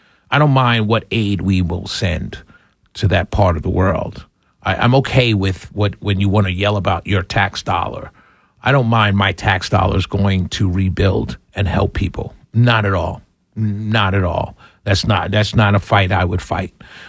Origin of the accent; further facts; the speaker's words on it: New York City, New York, United States; And so I grew up in New York City.